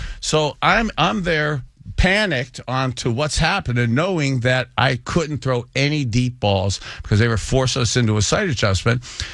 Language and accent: English; Ohio, United States; I love about how I was raised here in Northeast Ohio.